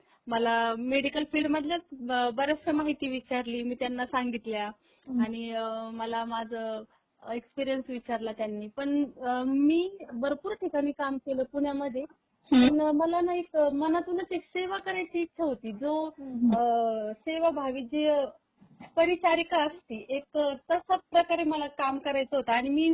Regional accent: Ahmednagar, Maharashtra, India; also born or lived in Pune; मी नगरचीच आहे, नगरमध्ये निंबळक येथे मी राहते

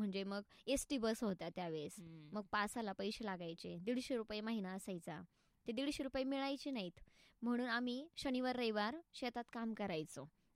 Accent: Maharashtra, India; born there; माझ्या एक आत्या राहत होत्या पारनेरमध्येच, मी त्यांच्याकडे राहिली.

